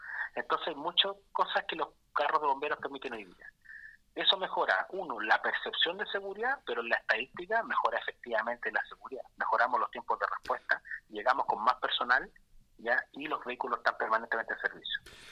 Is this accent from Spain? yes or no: no; Las Cabras, O'Higgins, Chile; yo soy de Las Cabras, vivo en un sector rural que se llama El Manzano. ¿Ya? Y viajo todos los días a Rancagua